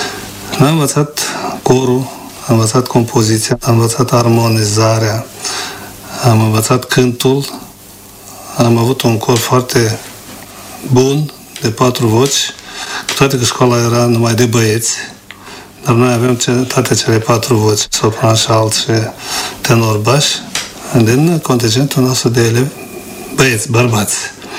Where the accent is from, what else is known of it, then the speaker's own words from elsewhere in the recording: Chiriet-Lunga, Gagauzia, Moldova; În genere, din satul meu natal, Chiriet Lunga, de la Șezători, de la Hore, de la Nunți.